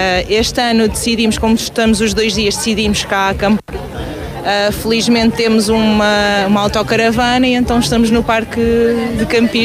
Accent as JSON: {"language": "Portuguese", "town": "Pombal", "region": "Centro", "country": "Portugal", "said": "Sim, pertenço à freguesia do Carriço, por isso sou do Carriço."}